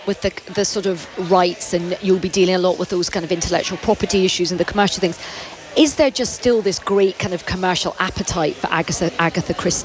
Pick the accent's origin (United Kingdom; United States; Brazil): United Kingdom; Glasgow, Scotland; accent: Taggart; I'm Glaswegian in my Taggart accent.